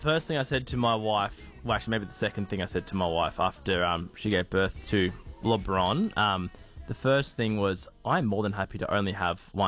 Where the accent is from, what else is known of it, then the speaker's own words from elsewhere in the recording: Australia; But as the Australian community, I think a lot of people were disappointed.